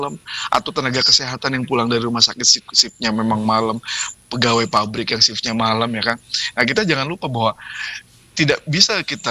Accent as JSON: {"language": "Indonesian", "town": "Bandung", "region": "West Java", "country": "Indonesia", "said": "kita mungkin juga sebagai warga Kota Bandung"}